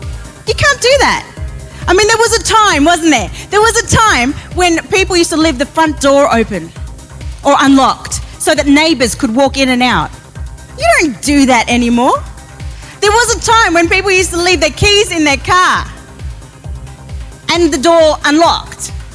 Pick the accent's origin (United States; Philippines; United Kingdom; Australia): Australia; I'm Australian.